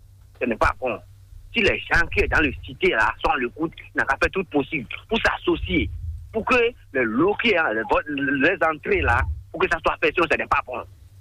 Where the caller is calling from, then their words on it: Cotonou, Littoral, Benin; depuis 2 ans, je suis de Cotonou, quartier de Djelaï.